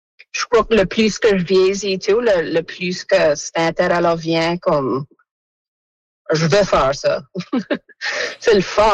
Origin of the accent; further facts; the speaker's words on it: Acadia, Canada; mon Acadie